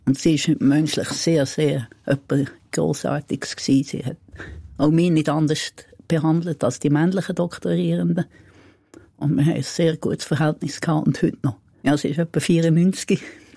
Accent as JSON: {"language": "German", "region": "Solothurn", "country": "Switzerland", "said": "Ich bin zwar nicht Berner, ich bin Solothurner"}